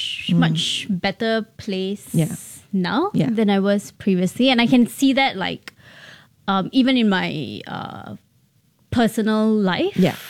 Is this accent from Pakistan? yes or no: no; India; being an Indian woman in a senior role, it's not very common.